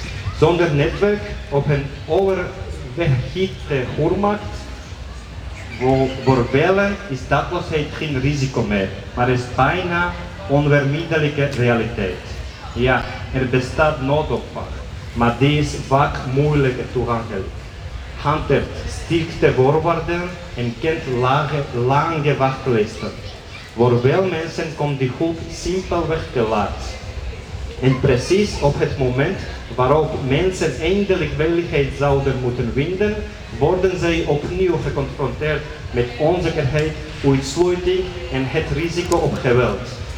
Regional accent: Georgia; Dutch is a second language; moved away as an adult; now in Antwerp, Belgium

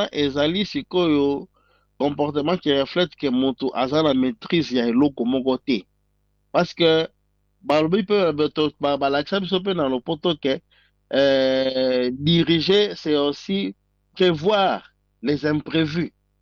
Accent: Republic of the Congo; Donc c'est aussi pour l'ambisso en tant que Congolais, nous devons aussi avoir une sommité intellectuelle qui sera à mesure de faire face.

